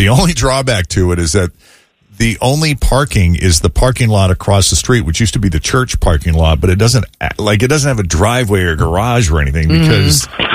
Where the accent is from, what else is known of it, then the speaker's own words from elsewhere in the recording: Massachusetts, United States; my hometown where I grew up outside of Boston